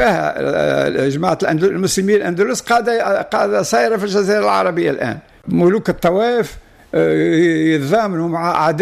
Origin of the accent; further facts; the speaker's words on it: Tunisia; أنا أكتب كتونسي